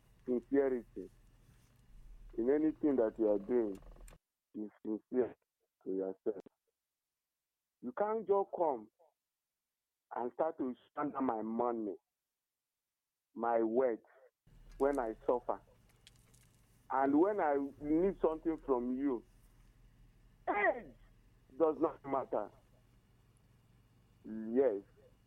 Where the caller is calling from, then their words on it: Ebonyi, Nigeria; I'm calling from Izasa, Atoneke in Ebonyi State.